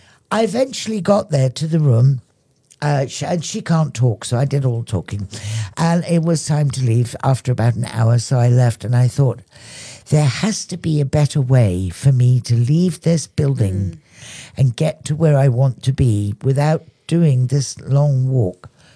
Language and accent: English; England, United Kingdom; now in Dominica; I'm English.